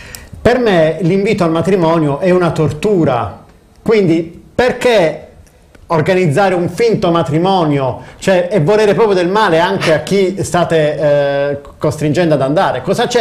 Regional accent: Pescara, Abruzzo, Italy

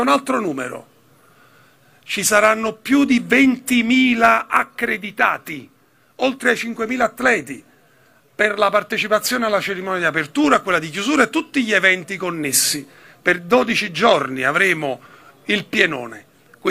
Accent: Naples, Campania, Italy; io sono napoletano.

